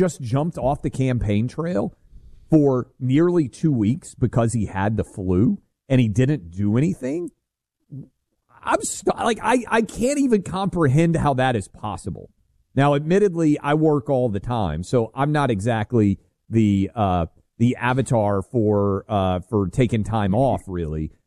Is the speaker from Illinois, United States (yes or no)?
no; Tennessee, United States; You can play in my home state of Tennessee.